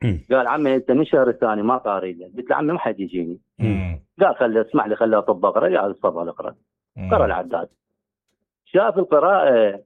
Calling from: Hillah, Babil, Iraq; من الحلة.

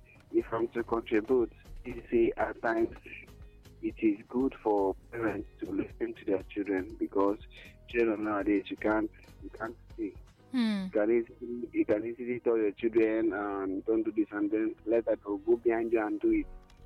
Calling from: Nigeria; I'm calling from Nigeria.

